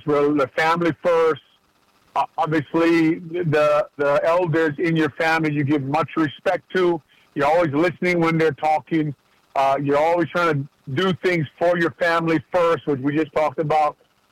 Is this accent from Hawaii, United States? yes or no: yes; Hawaii, United States; I hadn't left the island a lot at that time. I grew up in Hawaii. I consider myself a real island boy at that time.